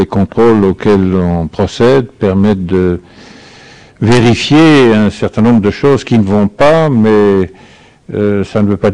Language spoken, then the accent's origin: French; Brittany, France; born there; français et peut-être breton d'abord, puisque je suis né en Bretagne. Et par conséquent, j'appartiens à une ethnie importante en France, qui a sa langue propre, qui a sa culture, qui a sa civilisation.